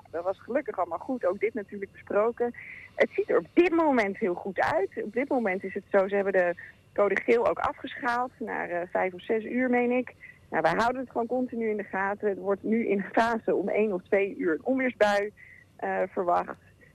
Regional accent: Apeldoorn, Gelderland, Netherlands; born there; Apeldoornse mens, maar ik ben vroeger geboren in Apeldoorn.

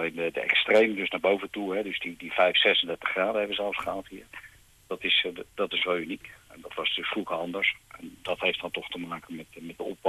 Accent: Westland, South Holland, Netherlands; Ik kom uit Westland

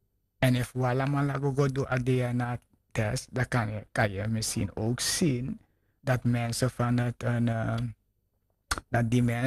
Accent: Suriname; ik ben in Suriname geboren. Dat stadmensen keken neer tegen binnenlandbewoners vroeger. En ik was nog een kind.

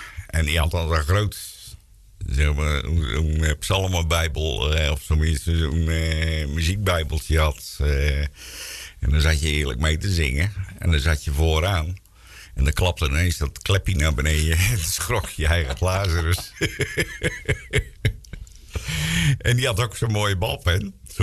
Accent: Slikkeveer, South Holland, Netherlands; moved away; Oeh, ja, ik ben toen eigenlijk uit Slikkeveer weggegaan en ik weet eigenlijk niet waar ze allemaal terechtgekomen zijn.

